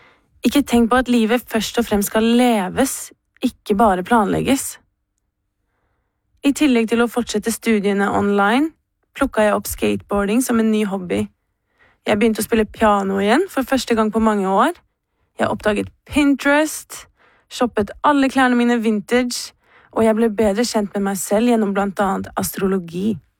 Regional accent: Trondheim, Trøndelag, Norway; Men jeg skulle jo aldri flytte tilbake til hjembyen min. I need to get the fuck out of here. Mitt ufrivillige opphold i Trondheim 2020 ble starten på en lang periode av å finne meg selv på nytt.

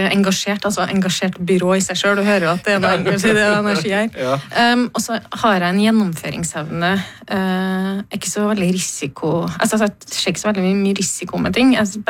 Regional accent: Trondheim, Trøndelag, Norway; also born or lived in Oslo

